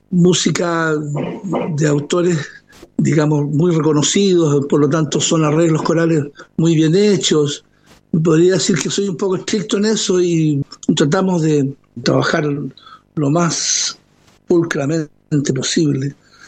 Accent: Chile; also born or lived in Santa Brígida; now in Canary Islands, Spain; yo soy chileno

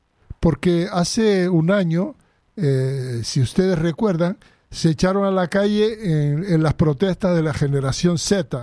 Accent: Western Sahara; Y yo personalmente, como soy saharaui y viví la Marcha Negra o la Marcha Verde, reconocida como Marcha Verde

